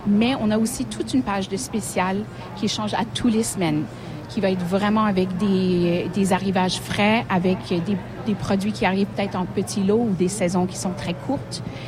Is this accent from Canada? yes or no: yes; Quebec, Canada; En tant que Québécois